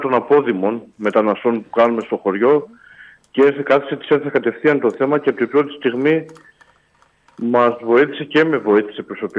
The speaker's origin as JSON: {"language": "Greek", "town": "Chrysochorafa", "region": "Central Macedonia", "country": "Greece", "tie": "born or raised there", "said": "Εμένα προσωπικά είναι το χωριό μου"}